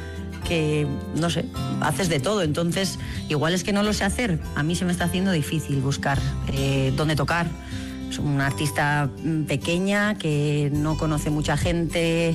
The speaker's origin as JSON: {"language": "Spanish", "town": "Beasain", "region": "Basque Country", "country": "Spain", "also_born_or_lived": "Ordizia / Tolosa", "lives_now": "San Pedro, Spain", "said": "Yo soy de Beasain. Bueno, a ver, sí, yo soy del Goierri. Decir solo de Beasain ya se me queda corto, porque ya he vivido... Yo creo que lo mismo en Beasain, en Ordizia, en Tolosa también he vivido. Ahora vivo en San Pedro"}